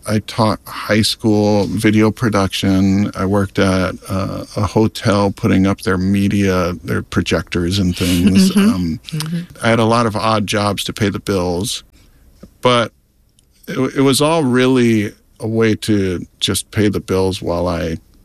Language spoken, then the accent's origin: English; Hawaii, United States; I grew up on Maui. I didn't realize how sheltered I was until I was working at that group home.